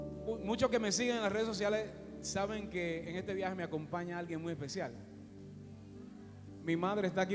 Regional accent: Dominican Republic; Nosotros somos de República Dominicana.

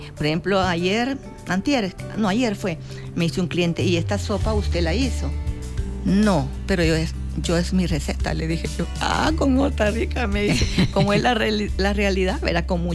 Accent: Chalchuapa, Santa Ana, El Salvador; born there; Yo nací en Chachuapa.

